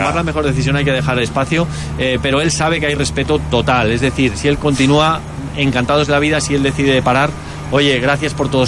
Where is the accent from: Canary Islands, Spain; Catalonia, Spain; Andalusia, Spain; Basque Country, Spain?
Catalonia, Spain; Barcelona; accent: slight Catalan; Yo soy de Barcelona. Pero tengo